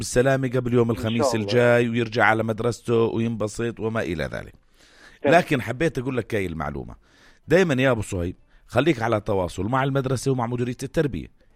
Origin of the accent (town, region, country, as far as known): Jordan